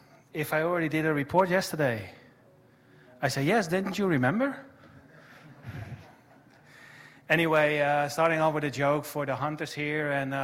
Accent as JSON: {"language": "English", "country": "Netherlands", "said": "I'm from the Netherlands."}